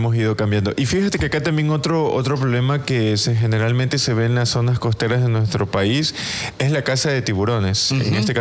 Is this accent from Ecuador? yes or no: yes; Ecuador; nuestros ciudadanos, nosotros como ecuatorianos, visitemos estos lugares.